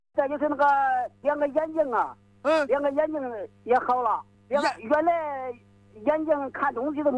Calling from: Jingzhou, Hubei, China; 我是荆州江陵的。

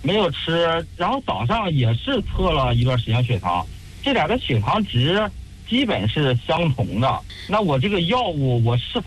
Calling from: Shijiazhuang, Hebei, China; 我是石家庄的听众。

